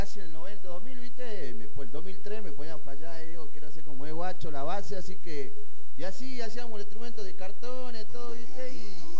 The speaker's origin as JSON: {"language": "Spanish", "town": "La Plata", "region": "Buenos Aires Province", "country": "Argentina", "tie": "born or raised there", "said": "Y bueno, yo nací allá en La Plata y me crié hasta los 14, 15 años."}